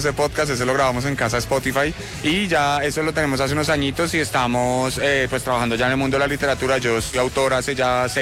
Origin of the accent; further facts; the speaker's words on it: Bogotá, Colombia; Yo vengo de Bogotá, creo que se nota.